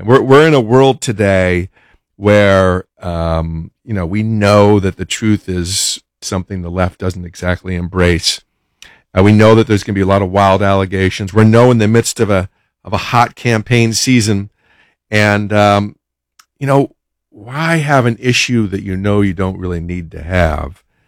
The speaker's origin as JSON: {"language": "English", "country": "United States"}